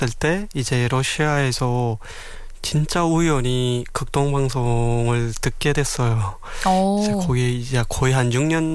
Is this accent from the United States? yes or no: no; North Korea; now in South Korea; 제가 생각하는 북한 땅이라고 하면 제가 지금 현재 남한에서 살고 있는 이제 청년으로서 이제 제가 제 고향을 상상해 보면